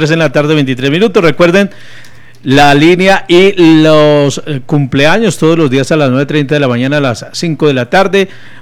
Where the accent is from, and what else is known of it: Colombia